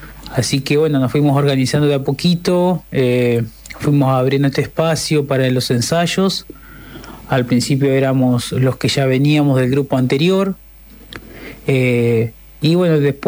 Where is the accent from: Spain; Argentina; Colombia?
Argentina; Santa Elena, Entre Ríos; de Santa Elena, Entre Ríos.